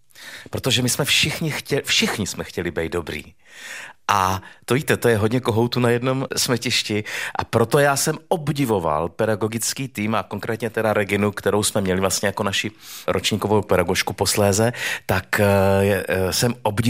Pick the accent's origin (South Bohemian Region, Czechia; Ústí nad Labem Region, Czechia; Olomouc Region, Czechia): Olomouc Region, Czechia; Já jsem z Moravy